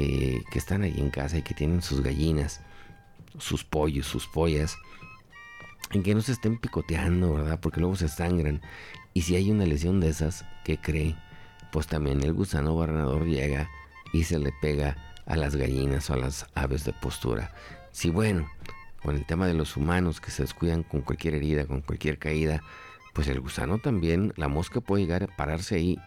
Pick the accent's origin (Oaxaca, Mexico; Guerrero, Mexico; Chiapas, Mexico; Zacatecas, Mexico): Zacatecas, Mexico; Tlacotes; acá por en mi rancho de donde soy originario, acá por Tlacotes, Ojo Caliente.